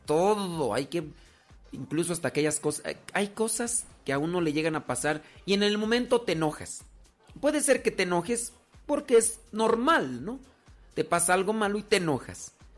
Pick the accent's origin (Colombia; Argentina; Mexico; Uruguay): Mexico; San Bartolito; Pues soy de San Bartolito